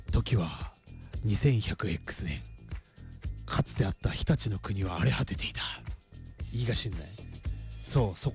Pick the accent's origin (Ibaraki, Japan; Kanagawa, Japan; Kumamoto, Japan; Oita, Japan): Ibaraki, Japan; accent: Ibaraki dialect; 俺茨城弁あるあるの俺の動画を全部紙芝居にしたいね。